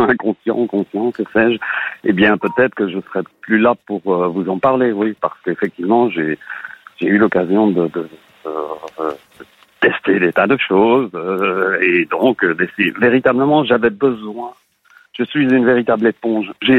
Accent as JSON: {"language": "French", "country": "Belgium", "tie": "born there", "said": "Je suis né en Belgique, tout simplement."}